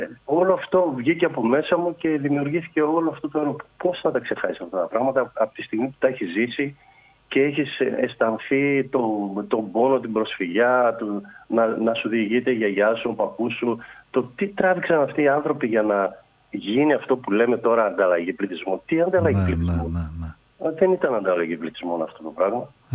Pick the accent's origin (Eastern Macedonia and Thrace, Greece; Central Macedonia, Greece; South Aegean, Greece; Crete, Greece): Eastern Macedonia and Thrace, Greece; είναι ο τόπος μου.